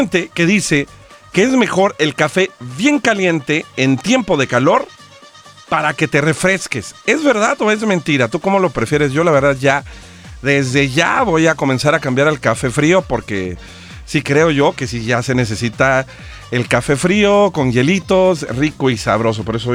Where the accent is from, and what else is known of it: Mexico